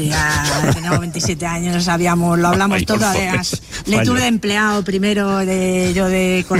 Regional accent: Madrid, Community of Madrid, Spain; Soy de Madrid.

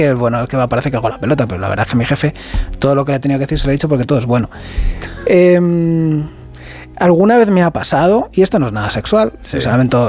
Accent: Spain; la sensación que tenemos como pueblo español hacia el pueblo saharaui es un sentimiento de afecto, es un sentimiento de incluso de hermandad

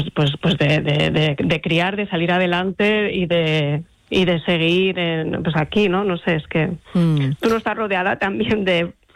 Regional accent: Gijón, Asturias, Spain; yo soy de provincias, yo soy de Gijón además

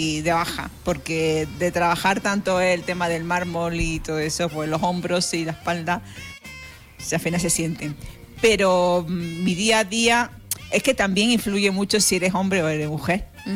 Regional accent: San Fernando, Andalusia, Spain; moved away as an adult; Yo soy de San Fernando, Cádiz

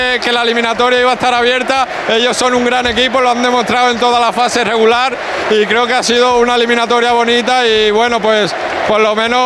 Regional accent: Málaga, Andalusia, Spain; la gente que somos de Málaga.

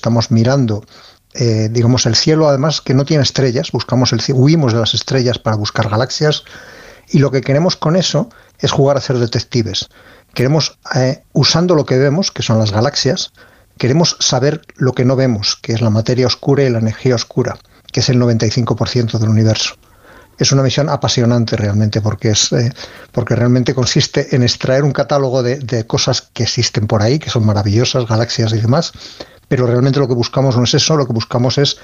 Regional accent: Ávila, Castile and León, Spain; Sí, sí, yo soy de Ávila y en Ávila tenemos unos cielos envidiables, de hecho tenemos reservas Starlight.

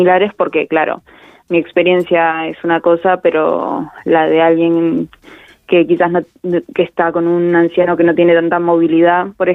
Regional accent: Argentina; now in Madrid, Spain; bueno, yo soy argentina, pero estoy estudiando aquí en Madrid

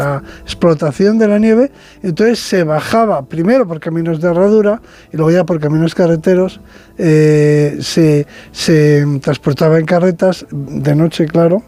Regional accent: Bilbao, Basque Country, Spain; yo todavía he conocido de niño, en mi casa, en Bilbao, por ejemplo, no había frigoríficos

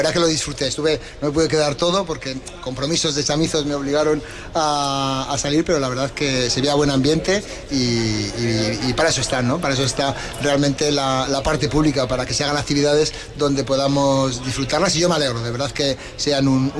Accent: Logroño, La Rioja, Spain; Me gustan mucho las fiestas de mi pueblo, yo siempre digo Logroño mi pueblo

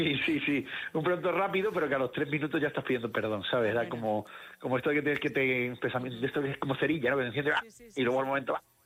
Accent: Cádiz, Andalusia, Spain; No, yo además me crié en Cádiz, con lo cual

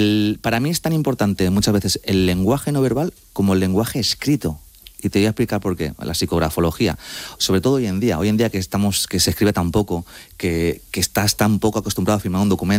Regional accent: Madrid, Community of Madrid, Spain; soy madrileño, sí, y mis padres son argentinos

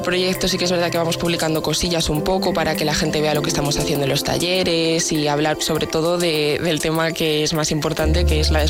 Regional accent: Valladolid, Castile and León, Spain; also born or lived in San Miguel del Valle, Zamora; Bueno, yo aunque soy de Valladolid, tengo un pueblo en Zamora, un pueblo muy pequeñito que se llama San Miguel del Valle

